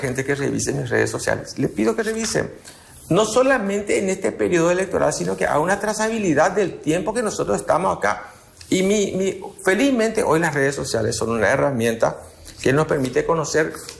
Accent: Asunción, Paraguay; Yo soy de Loma Putá. Nosotros estamos en el límite de Asunción con Roque Alonso. Somos la puerta de entrada a Asunción.

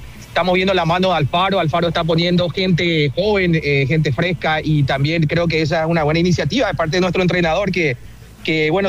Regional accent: Asunción, Paraguay; now in United States; Pero mirá que aquí me encontré con un compatriota de Barrio San Pablo. Yo soy de Barrio San Pablo

